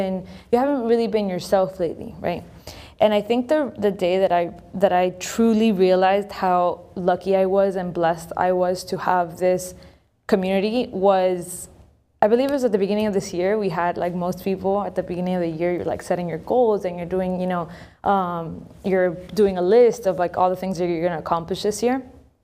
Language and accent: English; Miami, Florida, United States; growing up in Miami